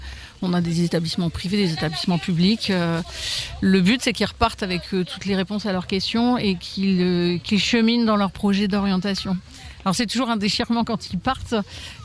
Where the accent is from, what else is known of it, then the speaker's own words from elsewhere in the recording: Cuise-la-Motte, Hauts-de-France, France; Je suis native du secteur, hein. Je suis native de Cuise-la-Motte.